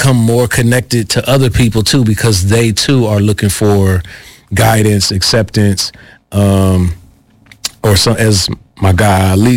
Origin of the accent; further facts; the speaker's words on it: Midwest, United States; for me, growing up in the Midwest, the albums were really dark.